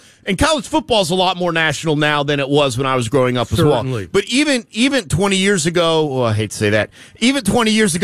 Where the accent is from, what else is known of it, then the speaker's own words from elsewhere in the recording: Atlanta, Georgia, United States; I'm from Atlanta. I grew up here